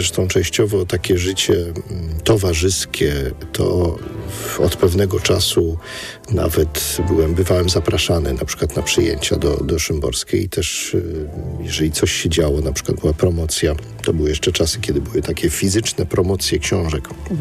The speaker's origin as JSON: {"language": "Polish", "town": "Kraków", "region": "Lesser Poland", "country": "Poland", "said": "ja przypomnę, że jestem z Krakowa"}